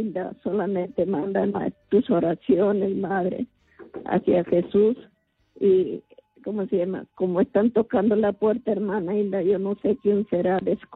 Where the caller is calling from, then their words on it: Ventanilla, Callao, Peru; de Ventanilla.